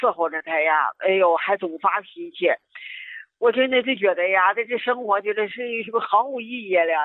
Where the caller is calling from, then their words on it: Baoding, Hebei, China; 哎，我是河北保定这儿的。